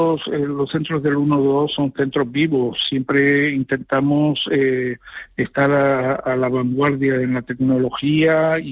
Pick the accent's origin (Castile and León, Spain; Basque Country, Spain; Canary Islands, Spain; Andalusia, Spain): Canary Islands, Spain